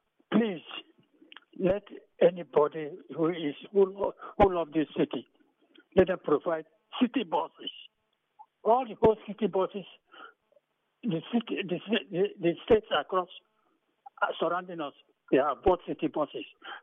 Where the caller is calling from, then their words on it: Rivers, Nigeria; I'm an Ikwerre man. I'm from Obunabale.